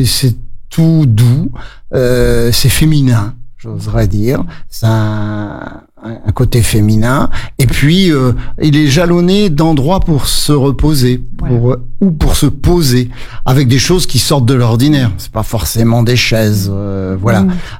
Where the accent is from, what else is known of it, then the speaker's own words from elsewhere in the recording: Hauts-de-France, France; Alors, vos auditeurs l'ont peut-être entendu, j'ai quelques intonations, je suis du Nord. Là-bas, il y a de grands champs de lin